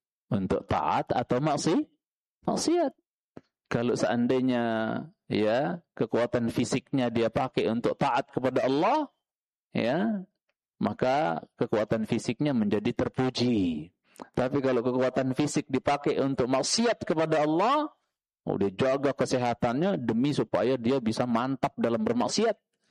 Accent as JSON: {"language": "Indonesian", "area": "Lombok", "region": "West Nusa Tenggara", "country": "Indonesia", "tie": "born or raised there", "said": "Rinjani lah di kampung saya"}